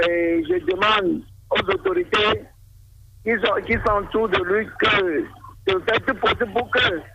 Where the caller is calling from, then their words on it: Godomey, Atlantique, Benin; actuellement, je suis en Godomé.